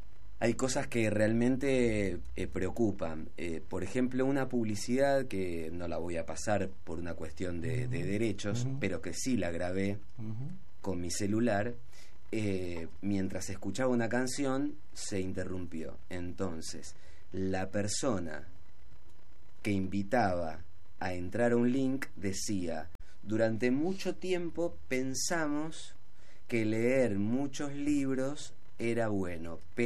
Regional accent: Argentina; somos en Argentina 46 millones y más

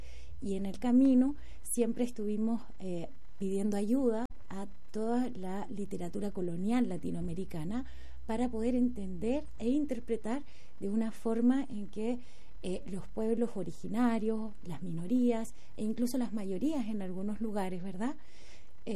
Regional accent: Chile; moved away as an adult; now in Bochum, Germany; y yo también vengo desde Chile, de otro pueblito ex minero del carbón

